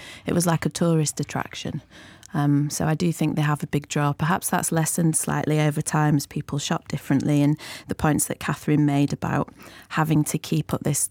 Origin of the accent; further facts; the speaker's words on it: Leeds, Yorkshire and the Humber, United Kingdom; I was brought up in Leeds